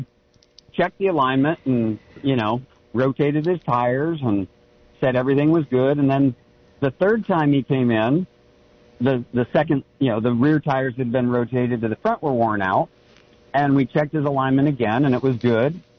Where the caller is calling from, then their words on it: Santa Cruz, California, United States; in Santa Cruz.